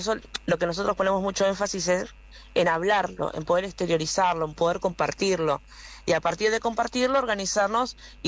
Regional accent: Argentina; es un problema que lo tenemos que sacar juntos como argentinos.

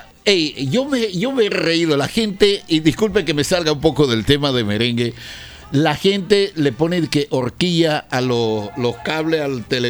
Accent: Bocas del Toro, Panama; bocatoreño. Nacionalizado colorense.

